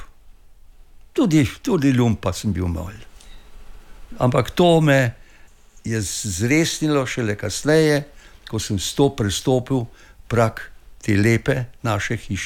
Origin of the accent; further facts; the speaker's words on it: Mokronog, Southeast Slovenia, Slovenia; moved away; v Mokronogo, v mojem rojstnem kraju, po poteh, kjer sem pasel krave, kjer sem razdiral bombe, kjer sem korakal z italijansko godbo